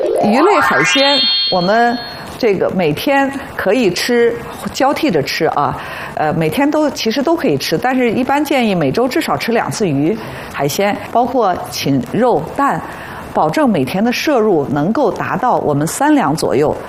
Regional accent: China

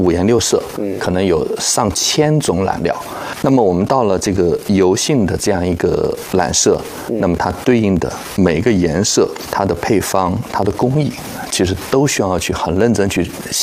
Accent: China; 我们中国人

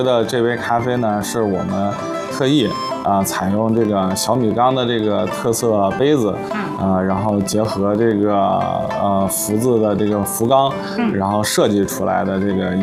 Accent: China; 因为我也是本村的孩子

